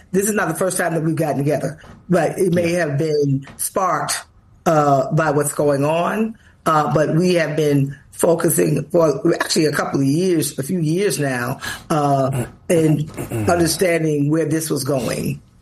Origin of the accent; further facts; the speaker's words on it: Florida, United States; I'm from Florida, one of the states I don't think y'all put up.